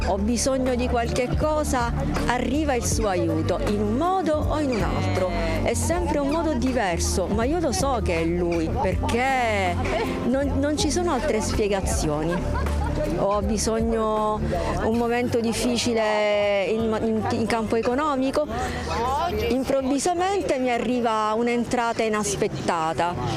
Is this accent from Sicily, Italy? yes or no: yes; Sicily, Italy; now in Province of Rome, Italy; sono della provincia di Roma. Sono originaria della Sicilia, ma è da tanti anni che vivo in provincia di Roma.